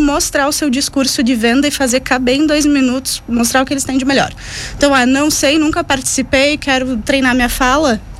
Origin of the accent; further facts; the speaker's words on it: Farroupilha, Rio Grande do Sul, Brazil; Não, mas eu sou de Farroupilha. E aí eu viajei muito, já circulei muito, morei em muitos lugares